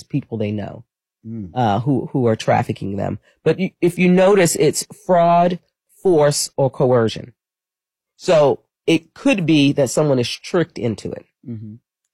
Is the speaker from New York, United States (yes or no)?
yes; New York City, New York, United States; moved away as an adult; now in Philadelphia, United States; I'm a New Yorker. Mm-hmm. Been here for 32 years, but I'm still a New Yorker. Grew up in Queens, New York, and family of law enforcement folks.